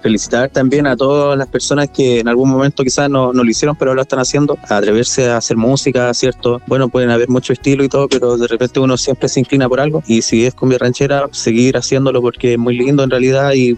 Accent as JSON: {"language": "Spanish", "town": "Quepe", "region": "Araucanía", "country": "Chile", "said": "Bueno, nosotros somos del pueblo de Quepe, a 10 minutos en vehículo desde la ciudad de Temuco al sur, en la comuna de Freire."}